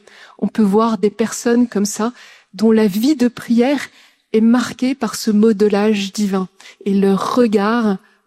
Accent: Brussels-Capital Region, Belgium; now in Paris, France; Moi, je suis née à Bruxelles. J'ai grandi dans la banlieue bruxelloise. Et puis, je suis arrivée à Paris.

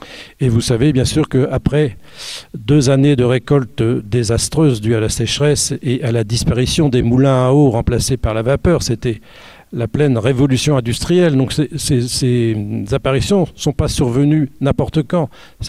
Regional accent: Hauts-de-France, France; Moi, je suis du Nord, j'aime bien que les W soient des vrais

